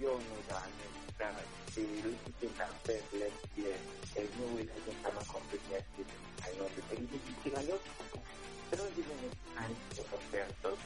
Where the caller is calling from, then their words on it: Aba, Abia, Nigeria; I'm coming from Aba.